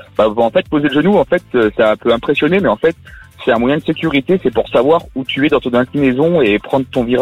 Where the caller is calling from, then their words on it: Auvergne-Rhône-Alpes, France; Moi, je suis en Auvergne